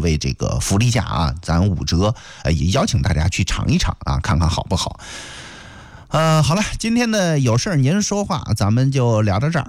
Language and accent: Chinese; Henan, China